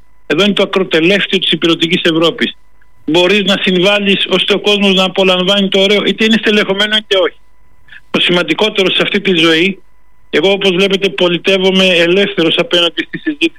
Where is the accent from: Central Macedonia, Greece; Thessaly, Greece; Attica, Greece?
Attica, Greece; Athens; born there; Έχω γεννηθεί στην Αθήνα κατά λάθος.